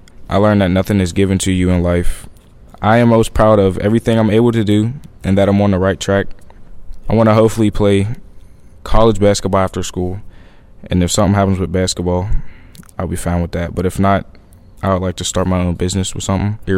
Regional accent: Pittsburgh, Pennsylvania, United States; I'm 16. I go to Holy Family. I was born in Pittsburgh on the north side. The neighborhood I grew up in, it's on the north side. It's crowded, but it's safe.

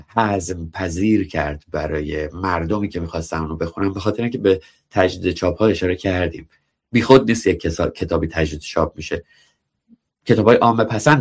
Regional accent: Iran; moved away; من واقعا خوشحالم برای کسایی که چون من 20 سال پیش از ایران اومدم بیرون، کسانی که بعد از من آمدن و تجربیات زنده تری دارند از داخل ایران.

